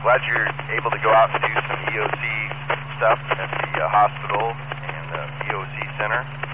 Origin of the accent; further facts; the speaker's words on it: Virginia, United States; moved away as an adult; also born or lived in Washington State; I'm originally from Virginia, and we're back here now